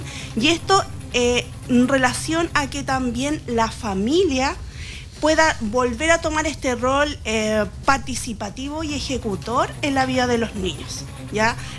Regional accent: Chile; nosotros, como Estado, como sociedad chilena

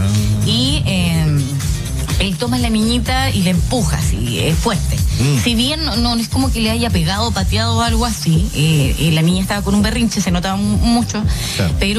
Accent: Chile; estamos quedando mal como chilenos

